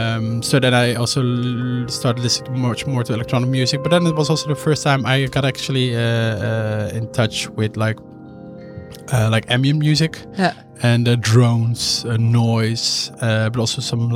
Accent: Oosterhout, North Brabant, Netherlands; English is a second language; Close to my hometown village, Oosterhout.

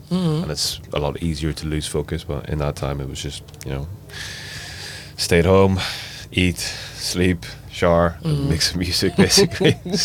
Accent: Belfast, Northern Ireland, United Kingdom; moved away; it's kind of the change that I was looking for from Belfast. Like, I still have a piece of my heart there for sure.

